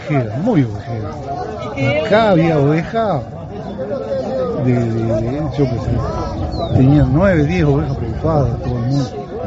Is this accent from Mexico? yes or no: no; Durazno, Uruguay; toda la vida. Mis padres vinieron hace 70 años y bueno, yo nací, me crié acá.